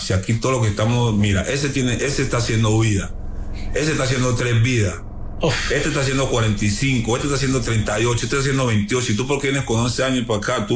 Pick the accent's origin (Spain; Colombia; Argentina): Colombia; moved away; yo soy colombiano.